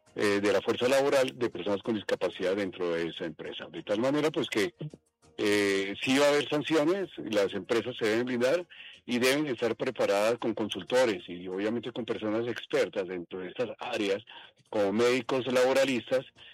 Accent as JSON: {"language": "Spanish", "town": "Cartagena", "region": "Bolívar", "country": "Colombia", "said": "hace días me voy para Cartagena Yo soy cartagenero"}